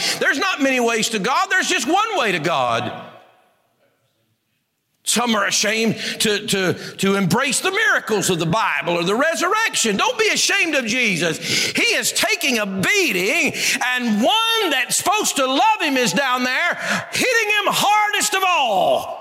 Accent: United States; Yep, and I'm an American.

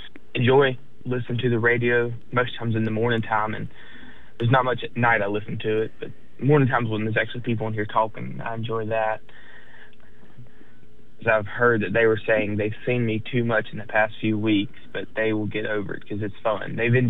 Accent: Smithville, Georgia, United States; I've born and raised in Georgia my whole life, been in church my whole life.

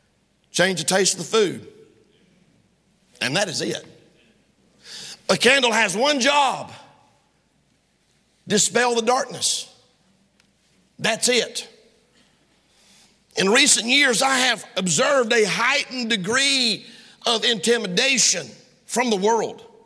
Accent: United States; as an American citizen

